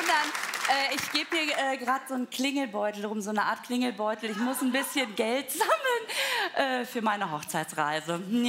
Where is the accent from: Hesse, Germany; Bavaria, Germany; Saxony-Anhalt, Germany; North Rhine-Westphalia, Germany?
North Rhine-Westphalia, Germany; Münster; Ich komme aus Münster